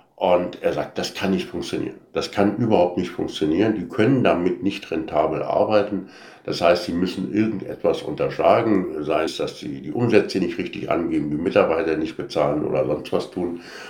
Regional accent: Berlin, Germany; Nein, man lebte ja in dieser Stadt, man ist da aufgewachsen.

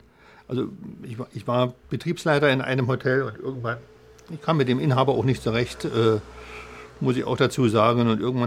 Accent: East Germany, Germany; ich bin ja ein Kind des Ostens und im Osten groß geworden.

